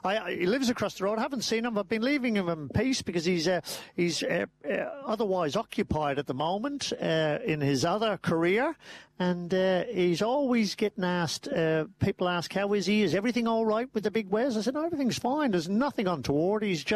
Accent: Ireland; now in Australia; I'm Irish

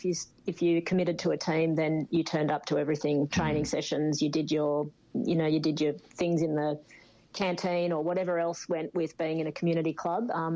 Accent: Newcastle, New South Wales, Australia; growing up in Newcastle

